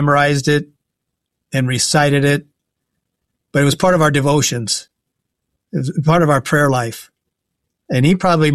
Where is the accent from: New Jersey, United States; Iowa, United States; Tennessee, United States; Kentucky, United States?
Iowa, United States; growing up in Western Iowa, you were majoritively either Lutheran or Roman Catholic.